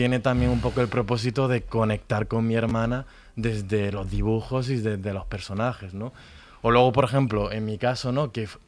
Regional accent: Andalusia, Spain; yo que soy de Andalucía y que pertenecía a la Asociación 22Q de Andalucía, no había mucho, hay muy poco.

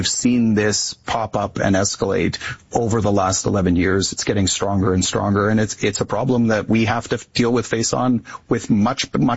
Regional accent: Devon, Alberta, Canada; My hometown, Devon, which was built by Esso 3 years after the, 3 years after the big discovery of Leduc number one in 1947.

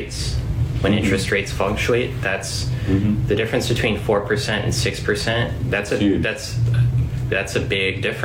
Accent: Hawaii, United States; I was raised in Hawaii

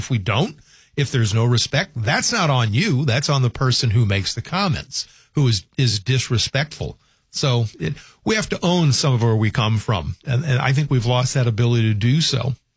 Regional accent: Louisiana, United States; I'm from Louisiana.

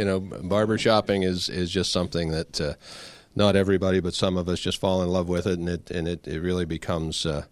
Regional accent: Wampum, Pennsylvania, United States; I'm from Wampum, Pennsylvania.

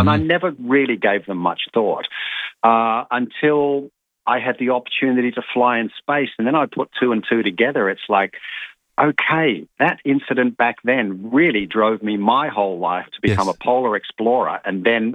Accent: Adelaide, South Australia, Australia; And I grew up here in Adelaide. I was a seven-year-old boy at my Tarra Hills Primary School

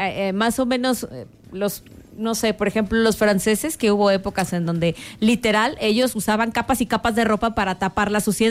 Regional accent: Mexico

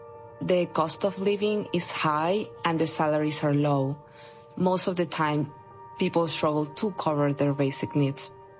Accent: Caracas, Capital District, Venezuela; moved away as an adult; now in New York, United States; I'm from Caracas, Venezuela, and I left Venezuela when I was 21 years old. I live in New York

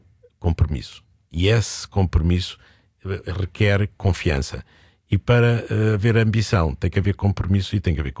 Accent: Portugal; Estou a pensar enquanto português. E enquanto português nós não estamos a fazer tudo aquilo que podemos fazer

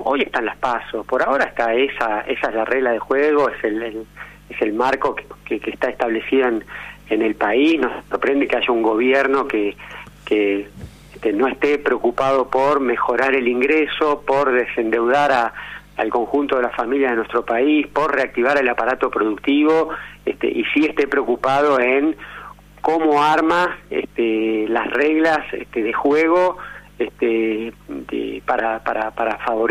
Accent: San Martín, Buenos Aires Province, Argentina; Yo soy de San Martín, me tocó gobernar esta ciudad muchos años.

